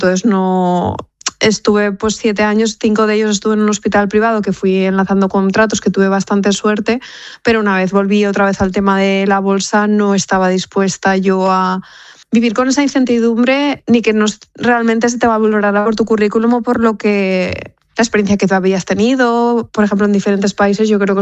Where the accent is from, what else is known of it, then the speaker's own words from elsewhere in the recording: Valencia, Valencian Community, Spain; moved away as an adult; also born or lived in London; now in Melbourne, Australia; Yo soy de Valencia capital. Oye, de Benimaclet, más exacto.